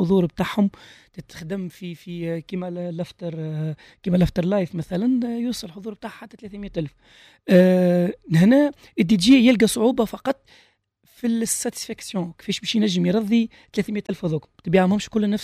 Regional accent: Tunisia; موجوده عندنا في تونس

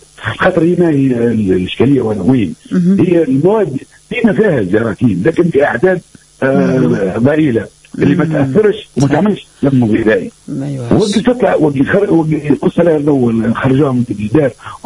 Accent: Tunisia; احنا عندنا في تونس

